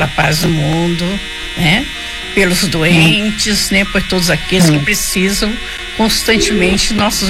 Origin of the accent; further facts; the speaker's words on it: São Paulo, Brazil; Ah, de São Paulo. Nossa terra.